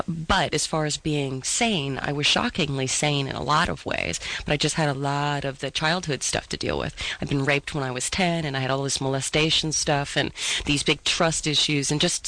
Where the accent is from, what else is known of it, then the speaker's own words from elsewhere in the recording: Steubenville, Ohio, United States; it deals with, just a lot of the issues and growing up in Steubenville and sort of a small-town girl and what happened and what drove me to the streets and why did I run away.